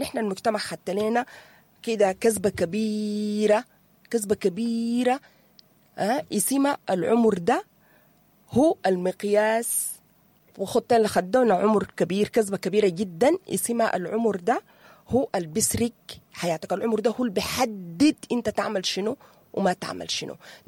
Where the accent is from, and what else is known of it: Sudan